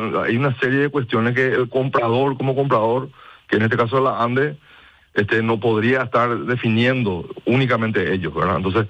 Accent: Paraguay; O sea, es una realidad que nosotros tenemos que ser conscientes como paraguayos, que el tiempo se nos agota

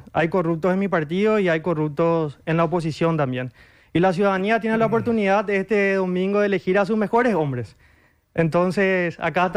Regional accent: Asunción, Paraguay; Yo soy asunceno, nacido, criado acá

